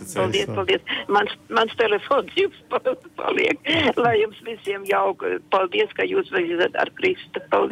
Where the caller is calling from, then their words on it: Riga, Latvia; Es esmu no Rīgas, jā. Es esmu no Rīgas.